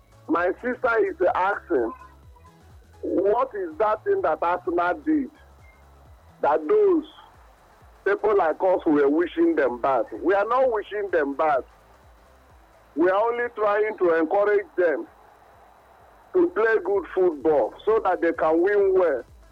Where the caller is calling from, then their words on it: Onitsha, Anambra, Nigeria; What I'm listening to here in Onitsha is.